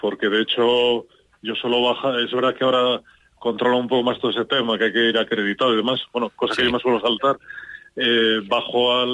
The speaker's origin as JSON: {"language": "Spanish", "town": "Lugo", "region": "Galicia", "country": "Spain", "tie": "born there", "said": "Yo, aunque soy el capellán del Avilés, yo he nacido en Lugo. En la Milagrosa, ajá, en el año 73. O sea, sí, que eso, porque mi familia es padres y abuelos todos gallegos"}